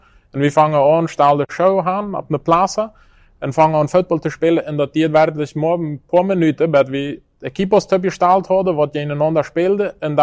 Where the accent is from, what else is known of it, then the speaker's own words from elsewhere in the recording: Yalve Sanga, Boquerón, Paraguay; also born or lived in Filadelfia; Ich bin von Philadelphia, von Fernheim. Abgewachsen, den geraten Teil von meiner Kindheit in Yalvasanga verbracht. Meine Eltern waren da als Missionare, als Lehrer.